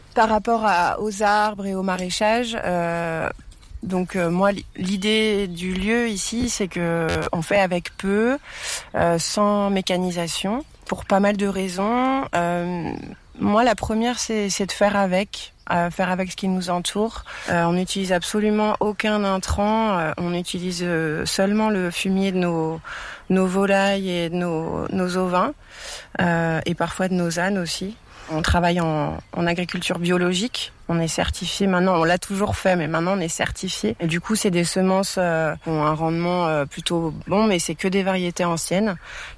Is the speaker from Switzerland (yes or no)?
no; Paris, Île-de-France, France; moved away; je viens de Paris.